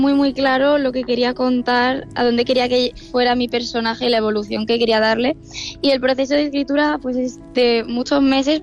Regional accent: Murcia, Region of Murcia, Spain; De Murcia capital, exactamente, de centro. De hecho, cuando me confunden con el acento digo, no puede ser, si es súper reconocible.

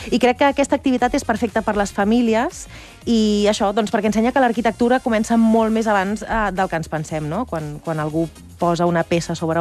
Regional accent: Barcelona, Catalonia, Spain; Sant Andreu, que és el meu poble. Bueno, ja aniràs veient que jo soc molt andreuenca, estic molt arrelada al meu poble.

